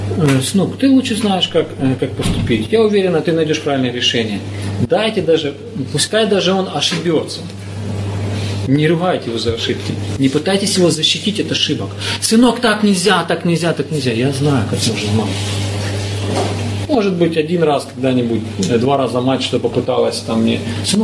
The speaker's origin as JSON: {"language": "Russian", "region": "Chechnya", "country": "Russia", "tie": "born or raised there", "said": "До сих пор у цыгане и вот на Востоке, в Чечне в частности, там, откуда я родом, там до сих пор этот принцип учитывается"}